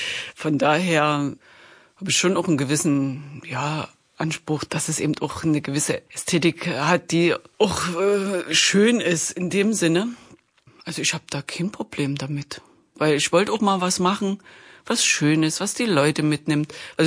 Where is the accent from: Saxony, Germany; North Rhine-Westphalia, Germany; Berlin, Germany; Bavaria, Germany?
Saxony, Germany; Chemnitz; Ich bin Chemnitzer Künstlerin und auch die Vorsitzende vom Chemnitzer Künstlerbund.